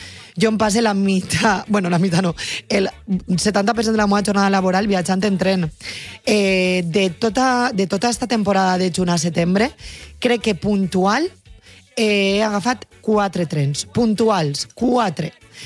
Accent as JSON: {"language": "Catalan", "region": "Valencian Community", "country": "Spain", "said": "jo que sóc valenciana parlant en valencià a Catalunya."}